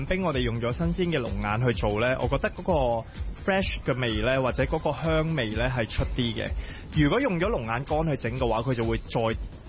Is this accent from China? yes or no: no; Thailand; Cantonese is a second language; now in Hong Kong; 然后我都会去嗌话啊，我系泰国人嚟嘅，你煮翻泰国口味出嚟得噶啦。